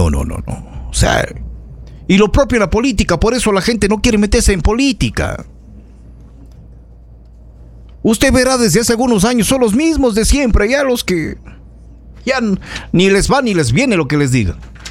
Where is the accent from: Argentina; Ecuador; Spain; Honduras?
Ecuador; nosotros como ciudadanos ecuatorianos